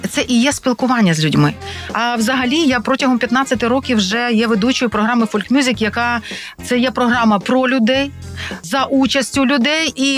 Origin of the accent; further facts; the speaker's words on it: Ternopil, Ternopil Oblast, Ukraine; born there; Справа в тому, що я народилася в Тернополі, захід України. Там скрізь співають народних пісень.